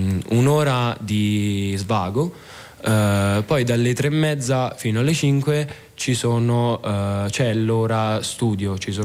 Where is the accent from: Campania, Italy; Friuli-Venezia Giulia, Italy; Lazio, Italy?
Lazio, Italy; Roccasecca; Roccasecca, provincia di Frosinone.